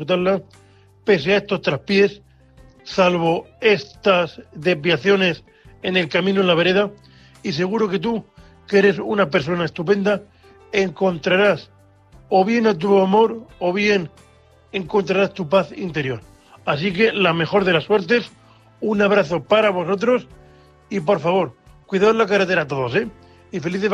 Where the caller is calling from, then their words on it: Murcia, Region of Murcia, Spain; un saludo desde Murcia.